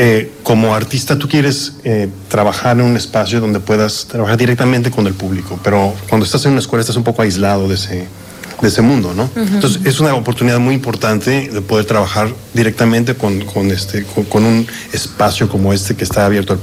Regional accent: Mexico; moved away as an adult; also born or lived in United States; soy artista mexicano que ha trabajado en Estados Unidos por muchos años.

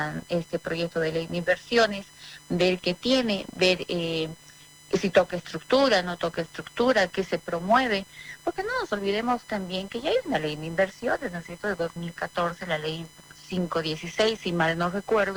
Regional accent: Bolivia; nosotros como bolivianos

